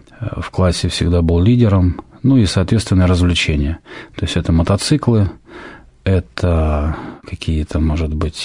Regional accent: Podolsk, Moscow Oblast, Russia; also born or lived in Novokuznetsk, Kemerovo Oblast, Russia; где-то, наверное, может быть, до 4 или до 5 лет прожил в Новокузнецке. Потом мы с мамой вдвоем переехали в Москву. И, в общем-то, с этого возраста, вот мне сейчас уже 39, мы живем здесь, в Москве, вот, если быть точнее, то Подольский район, Подольск.

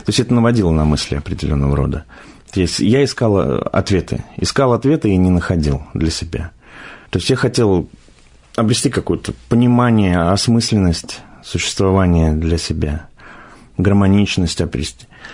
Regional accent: Moscow, Russia; born there; мне сейчас 36 лет, я родился в Москве, учился в простой школе

